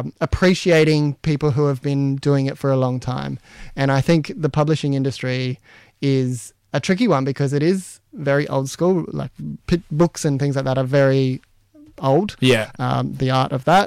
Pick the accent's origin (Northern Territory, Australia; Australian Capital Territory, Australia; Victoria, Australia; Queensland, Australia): Northern Territory, Australia; Katherine; moved away; like I grew up off country in Catherine, and so my family's from New South Wales.